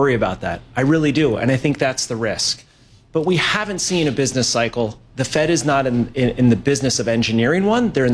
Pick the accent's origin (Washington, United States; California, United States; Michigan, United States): California, United States; San Diego; born or raised there